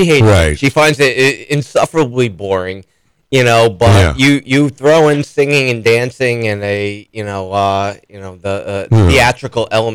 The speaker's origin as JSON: {"language": "English", "town": "Pawtucket", "region": "Rhode Island", "country": "United States", "tie": "born or raised there", "said": "relocate from Pawtucket, where, you know, I grew up in Rhode Island."}